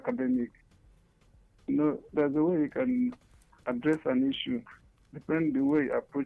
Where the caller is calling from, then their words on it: Addis Ababa, Ethiopia; from Ababa.